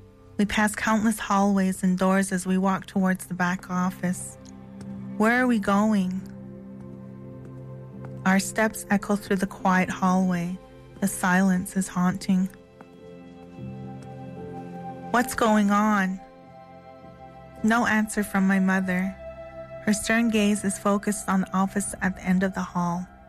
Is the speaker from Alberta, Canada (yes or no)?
yes; Alberta, Canada; I am from Ghana, First Nation, Alberta.